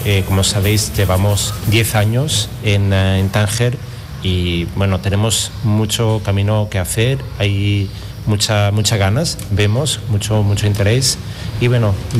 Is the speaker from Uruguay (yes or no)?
no; Italy; now in Seville, Spain; estaba en Sevilla, llevaba allí 2 años, soy italiano